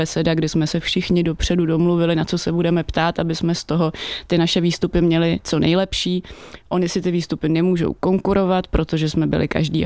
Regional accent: Slušovice, Zlín Region, Czechia; moved away; Jestli jsem jim říkala, že jsem ze Slušovic

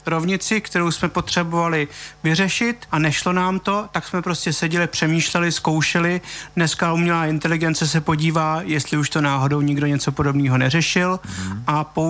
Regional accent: Jihlava, Vysočina Region, Czechia; moved away as an adult; also born or lived in Prague; now in Vienna, Austria; Já jsem z Jihlavy, studoval jsem pak v Praze a potom jsem byl rok v Číně na univerzitě na postdoku

